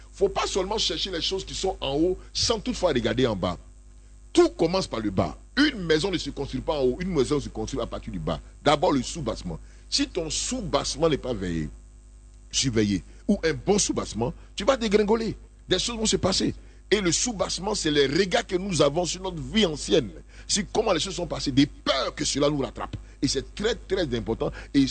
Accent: Côte d’Ivoire; Mon origine, c'est la Côte d'Ivoire. Mon origine, là, c'est la Côte d'Ivoire.

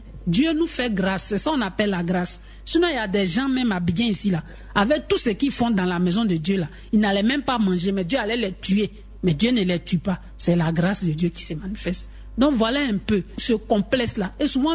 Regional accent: Côte d’Ivoire; chez nous en Afrique ici, comme je le disais tantôt, surtout en Côte d'Ivoire ici

